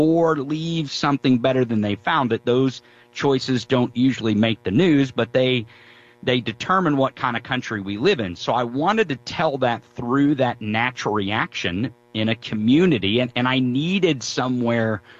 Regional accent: Eldon, Missouri, United States; I grew up in Eldon, and my grandparents owned Kaufman Beach Resort at Rocky Mount

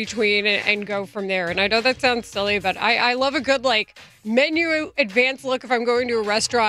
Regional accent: Texas, United States; moved away; I'm from Texas.

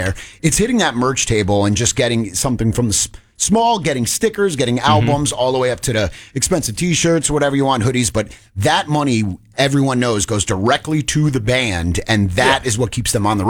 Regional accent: East Coast, United States; I'm from the East Coast.

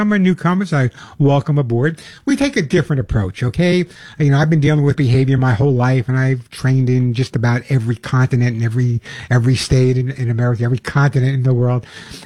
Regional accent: New York, United States; I grew up on Long Island. I know you can't tell. I grew up on Long Island, and basically all my friends, the neighbor had dogs

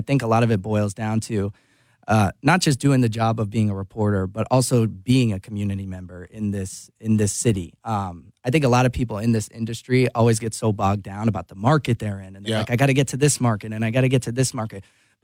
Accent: Boston, Massachusetts, United States; moved away as an adult; also born or lived in Connecticut; now in Milwaukee, United States; I grew up in Boston, Massachusetts. My parents, we originally grew up in Connecticut. My parents split up. My dad moved to Chicago when I was very little. So I had some experience in the Midwest.

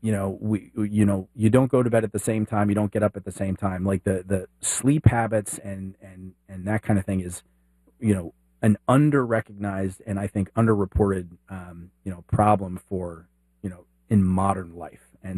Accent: Dallas, Texas, United States; I was living in Dallas at the time. I was a kid. I grew up in Dallas.

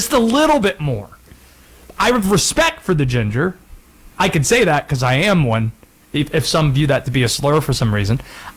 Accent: Baltimore, Maryland, United States; born there; Some say that doesn't apply to Baltimore. I was born in Baltimore.

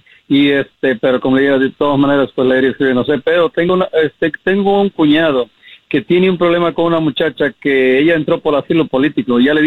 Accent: Mexico; Porque yo, de chiquito, pues yo en México me crié en un monte. Y en el monte, pues allá no había nada. Y ya cuando vine para acá, pues me dediqué a trabajar y hice todo lo que hice.

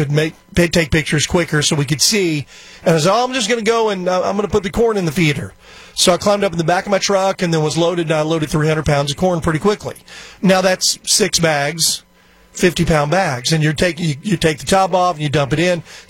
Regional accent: Texas, United States; those of us born and raised in Texas

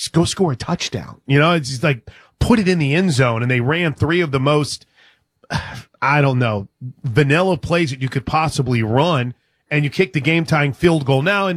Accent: Illinois, United States; I don't know if it's because I grew up in Illinois

